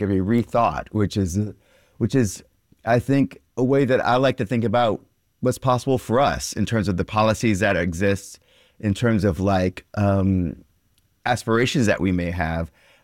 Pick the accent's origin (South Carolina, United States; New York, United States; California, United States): South Carolina, United States; I grew up in South Carolina